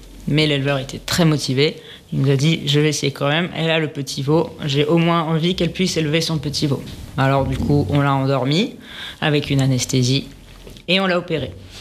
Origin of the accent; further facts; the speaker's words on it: London, United Kingdom; Et j'ai grandi à Londres dans une grande ville.